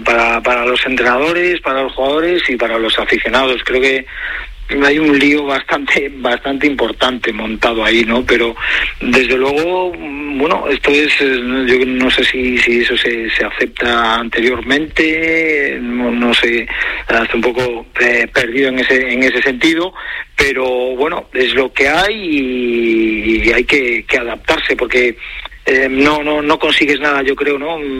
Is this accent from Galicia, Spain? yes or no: yes; Nigrán, Galicia, Spain; Aquí por esta zona, pues imagínate, aquí me crié en el Celta con 10, 12 años hasta los 20.